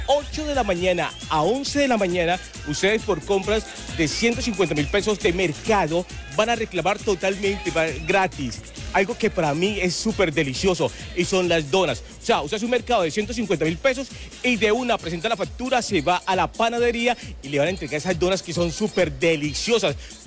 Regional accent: Colombia; Oiga, soy colombiano, papá, y colombiano que se respete siempre va a pedir una ñapa

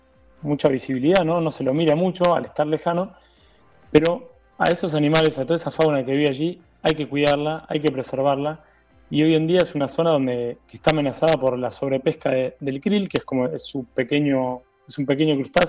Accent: Buenos Aires Province, Argentina; now in Antarctica; Somos de las afueras de la costa. Buenos Aires.

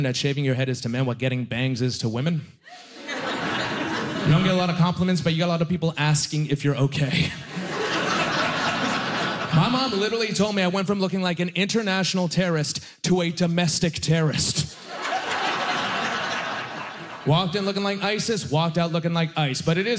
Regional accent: Halifax, Nova Scotia, Canada; But I grew up here my whole life in Nova Scotia. Halifax, Nova Scotia. I grew up in Halifax, Nova Scotia. I grew up here my whole life.

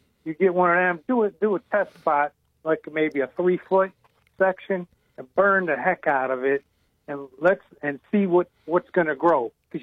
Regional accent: United States; We're American

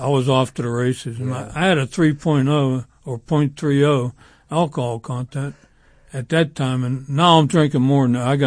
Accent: McKees Rocks, Pennsylvania, United States; the violence that I grew up in McKees Rocks, you know.

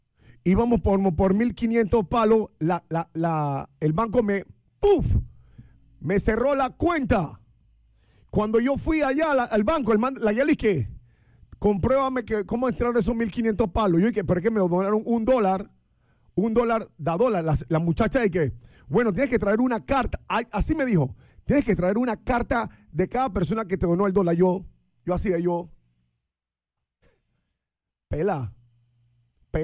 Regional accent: Panama; Yo soy un humilde panameño que trabajo todos los días.

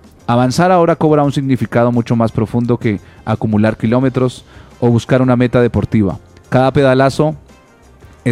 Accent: Colombia; sino en la capacidad de resistir, como siempre lo hemos hecho como colombianos.

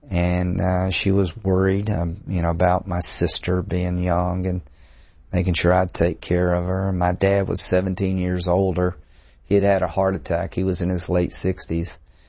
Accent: Central, South Carolina, United States; Yeah, I grew up in Central, a small cotton mill town.

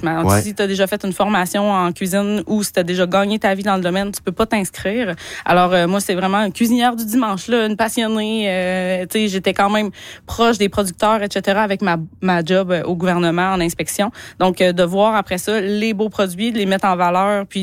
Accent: Quebec, Canada; Tu sais, moi, j'ai cuisiné de la viande sauvage toute ma vie, depuis que je viens de l'Abitibi, en fait.

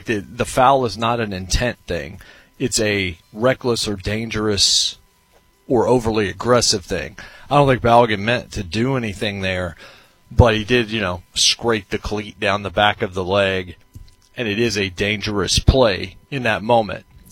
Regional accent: United States; I am an American

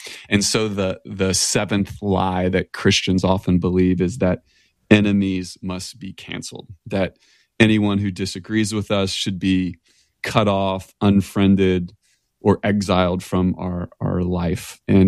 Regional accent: Tennessee, United States; I'm from Tennessee, so I can feel where you are there in Chattanooga. My dad's side of the family is up the road in Shelbyville.

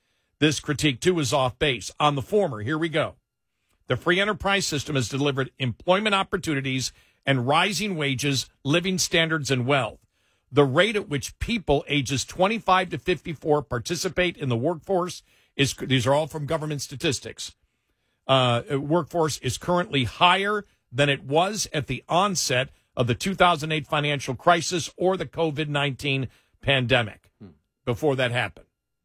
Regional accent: Buffalo, New York, United States; somebody who grew up in Buffalo, where the temperature probably now is 75 degrees

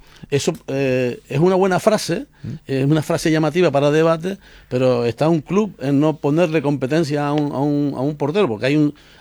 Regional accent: Canary Islands, Spain; playa del Médano en mi tierra

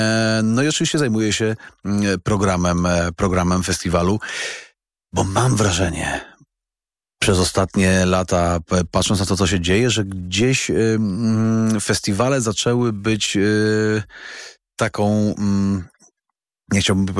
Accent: West Pomeranian Voivodeship, Poland; Ja jestem z Pomorza Zachodniego rodem, także mówię to z olbrzymim uczuciem i ze wspomnieniami z dzieciństwa.

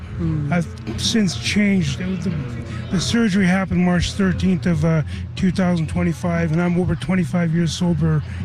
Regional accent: Manitoba, Canada; Lake Manitoba First Nation.

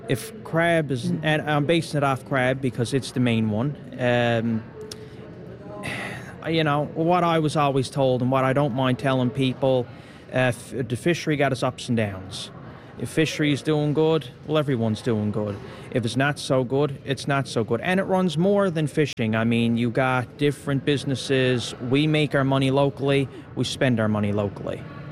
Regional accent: Portugal Cove, Newfoundland and Labrador, Canada; growing up around Portygrave area, that's all I ever knew was fishing.

